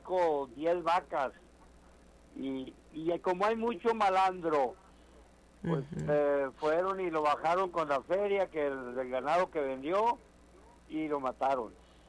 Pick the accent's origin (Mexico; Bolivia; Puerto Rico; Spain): Mexico; Chihuahua; now in Nogales, United States; Pero yo soy nativo de Chihuahua.